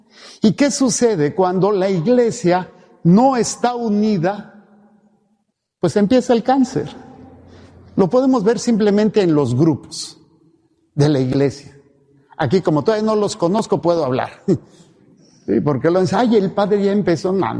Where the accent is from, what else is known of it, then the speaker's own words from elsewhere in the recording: Mexico City, Mexico; moved away; also born or lived in Ensenada; éramos chilangos